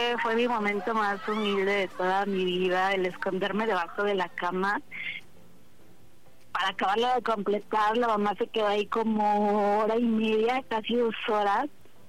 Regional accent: Mexico City, Mexico; Tengo 27 años, de la Ciudad de México.

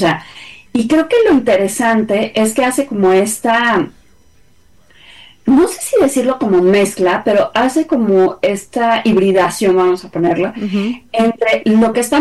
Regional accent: Mexico

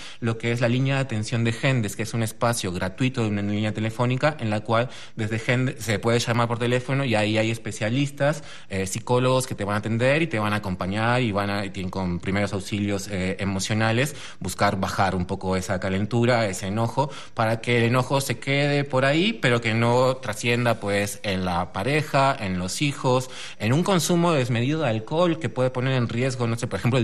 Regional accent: Uruguay; now in Mexico; cuando era niño, yo soy hincha de Peñarol, pues iba al estadio en Uruguay, como es un país muy chiquito

